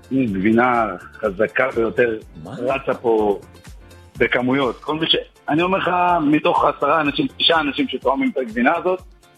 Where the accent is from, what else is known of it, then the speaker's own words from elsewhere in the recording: Jerusalem, Jerusalem District, Israel; אני ירושלמי במקור